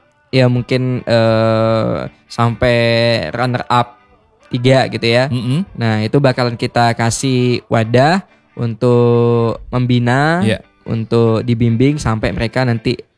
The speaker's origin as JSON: {"language": "Indonesian", "area": "Siak Kecil, Bengkalis", "region": "Riau", "country": "Indonesia", "moved": "yes", "lives_now": "Pekanbaru, Indonesia", "said": "Kalau aku asalnya memang dari Siak Kecil Bengkalis."}